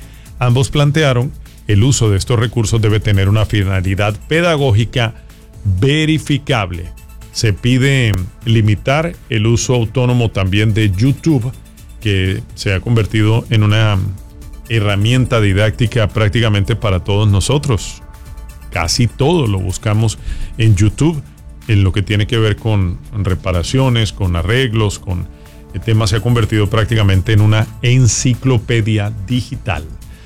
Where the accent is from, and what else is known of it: Colombia; now in Miami, United States